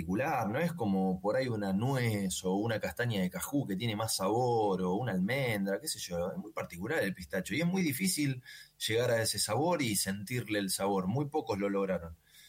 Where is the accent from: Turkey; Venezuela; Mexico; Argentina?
Argentina; somos los argentinos